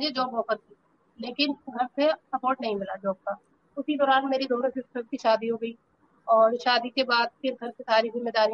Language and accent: Hindi; Rampur, Uttar Pradesh, India; Good evening ma'am … और मैं रामपुर शहर के छोटे से मोहल्ले कलगत के रहने वाली हूँ।